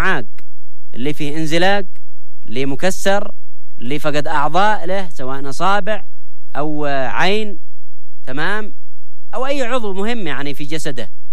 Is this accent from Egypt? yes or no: no; Yemen; احنا عندنا في اليمن